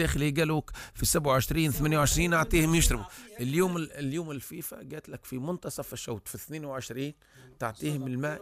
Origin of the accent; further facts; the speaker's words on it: Tunisia; احنا في تونس